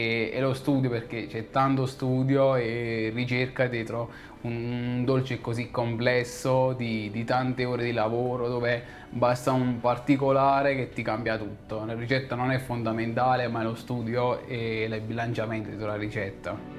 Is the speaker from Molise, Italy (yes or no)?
yes; Molise, Italy; born there